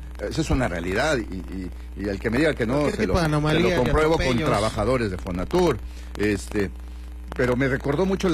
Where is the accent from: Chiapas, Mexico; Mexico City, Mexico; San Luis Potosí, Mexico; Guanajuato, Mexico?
Mexico City, Mexico; moved away; lo decimos dos que somos originarios de la Ciudad de México